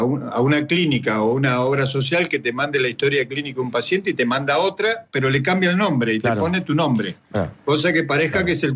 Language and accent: Spanish; Argentina